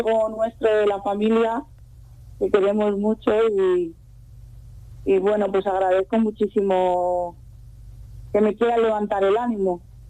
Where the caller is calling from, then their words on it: Community of Madrid, Spain; De la zona sur de Madrid, pegada a Toledo